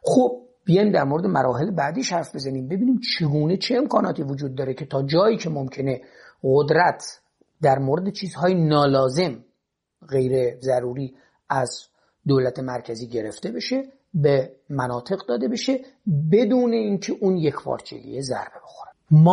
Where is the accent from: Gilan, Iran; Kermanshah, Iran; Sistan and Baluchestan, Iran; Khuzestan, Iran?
Gilan, Iran; من به عنوان یک گیلک